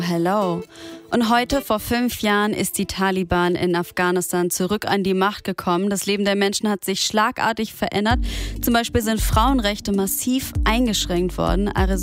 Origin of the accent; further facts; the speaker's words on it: Germany; born there; ich sogar als Deutsche, die hier geboren bin